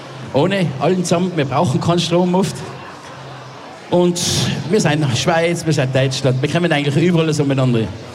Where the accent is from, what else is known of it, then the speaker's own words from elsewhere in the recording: Matrei am Brenner, Tyrol, Austria; Ja, ich komme aus Mattrei, das ist gleich da ums Eck. Ich habe da 5 Minuten heim.